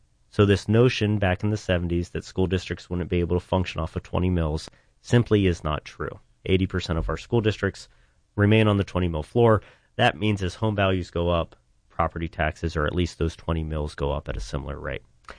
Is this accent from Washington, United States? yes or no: no; Ohio, United States; moved away as an adult; now in New Albany, United States; So my wife and I, we live in New Albany. We have two young kids, and they go to New Albany schools. Mm-hmm. And I'm originally from Eastern Ohio, so I didn't really have ties to the Central Ohio area